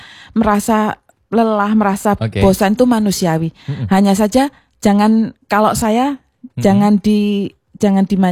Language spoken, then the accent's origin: Indonesian; Pekanbaru, Riau, Indonesia; Enggak sedikit orang yang enggak percaya bahwa saya ini dari Pekanbaru.